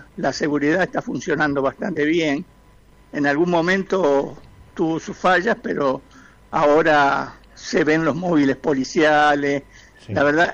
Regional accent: Tucumán, Argentina; moved away as an adult; also born or lived in Buenos Aires; now in Resistencia, Argentina; yo soy originario de Tucumán y vine a vivir acá al principio del 2003 y estuve acá hasta el 2012. Fui a hacer un emprendimiento a Buenos Aires

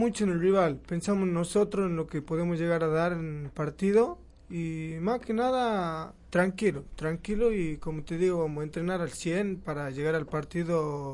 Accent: San Cayetano, Buenos Aires Province, Argentina; No, yo soy de San Cayetano, nacido en Buenos Aires.

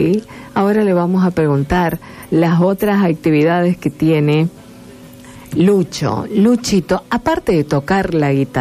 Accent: Argentina; Nosotros hablamos argentino

